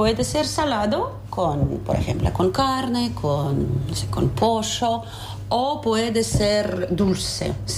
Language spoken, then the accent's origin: Spanish; Russia; Spanish is a second language; now in Uruguay